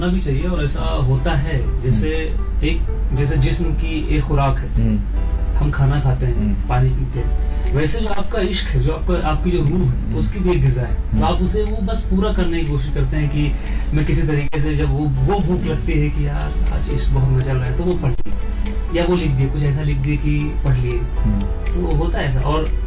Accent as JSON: {"language": "Hindi", "town": "Lucknow", "region": "Uttar Pradesh", "country": "India", "said": "मैं लखनऊ से हूँ तो मेरी उर्दू थोड़ी अच्छी ग्रिप है उर्दू पे, मगर उतनी भी अच्छी नहीं"}